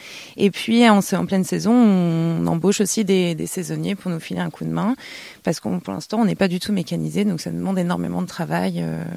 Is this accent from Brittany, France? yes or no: no; Centre-Val de Loire, France; moi, je suis du Cher et Benjamin est de l'Indre-et-Loire.